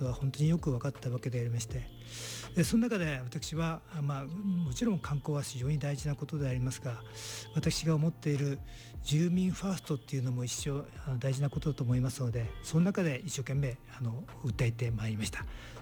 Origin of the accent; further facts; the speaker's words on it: Kusatsu, Gunma, Japan; もう小さい時からもう僕の草津で、もう産湯は温泉で入りましたんで、そんな中でずっと草津で草津っ子のです。